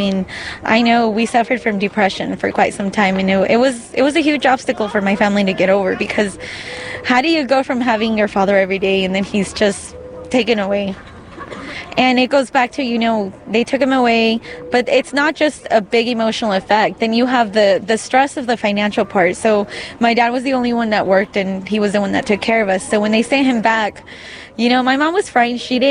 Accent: Liberal, Kansas, United States; also born or lived in Juarez, Mexico; I'm 30 years old. I was born in Mexico. I was born in Juarez. I was brought as a baby when I was 2 years old to Liberal, Kansas.

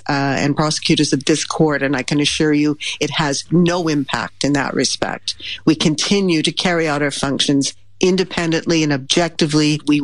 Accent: Canada; now in Netherlands; I'm in the Netherlands as a Canadian, I know that I'm subject to Dutch law

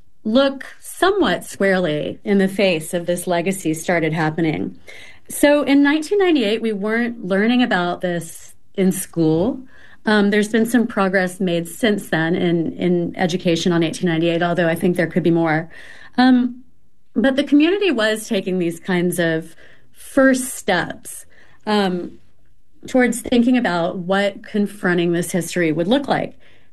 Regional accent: Wilmington, North Carolina, United States; moved away; when I was growing up in Wilmington.

